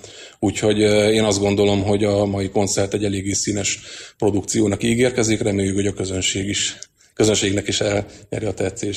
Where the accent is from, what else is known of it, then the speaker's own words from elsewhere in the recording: Fehérgyarmat, Szabolcs-Szatmár-Bereg, Hungary; Én egy kisvárosból származom, Fehérgyarmatról